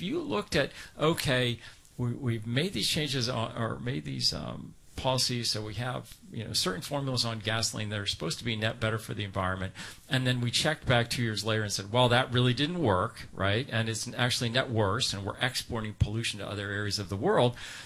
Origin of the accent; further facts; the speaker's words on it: Maine, United States; now in California, United States; I grew up in Maine. Okay, in Maine we had this thing called snow, and we had salt on the roads